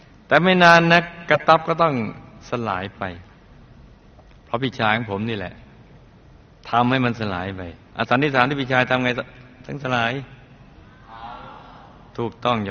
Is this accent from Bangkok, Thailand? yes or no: no; Songkhla, Thailand; ชีวิตในวัยเด็กของผมนั้นอยู่ที่จังหวัดสงขลาตั้งแต่เริ่มจำความได้ผมอยู่บนภูเขาไอ้สงขลามีภูเขาด้วยเลยที่มีแต่ต้นยางพารา